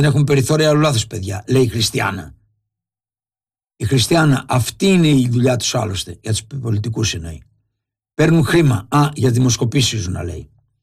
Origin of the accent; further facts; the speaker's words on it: Turkey; Κάθε μέρα είμαι σε αυτή την εκπομπή παρόλο που είμαι Τούρκος